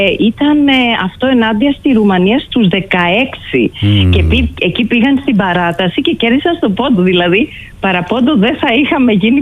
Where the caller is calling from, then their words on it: Lefkada, Ionian Islands, Greece; έχουμε τώρα και εμείς στη Λευκάδα